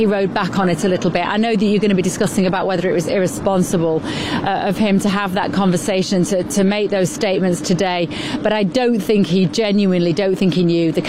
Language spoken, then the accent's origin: English; England, United Kingdom; accent: English; in my English accent.